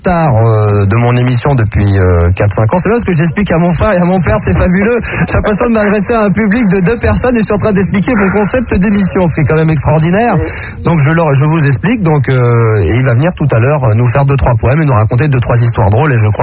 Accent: Versailles, Île-de-France, France; born there

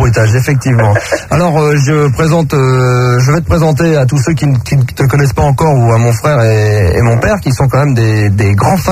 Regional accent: Versailles, Île-de-France, France; born there

